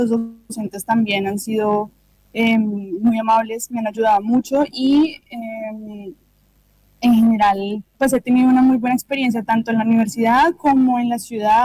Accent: Bogotá, Bogotá Capital District, Colombia; moved away as an adult; now in Concordia, Argentina; Yo en Colombia vivo en Bogotá, en el distrito capital.

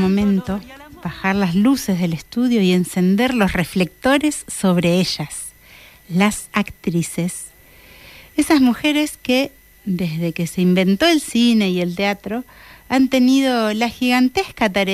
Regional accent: Patagonia, Argentina; soy cantora de la Patagonia.

